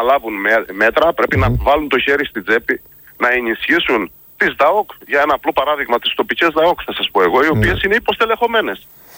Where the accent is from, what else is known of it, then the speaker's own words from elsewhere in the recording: Greece; σαν Έλληνες παραγωγοί.